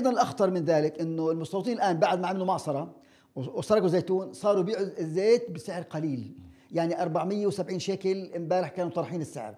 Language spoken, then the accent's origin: Arabic; Nablus, West Bank, Palestine; عندنا بنابلس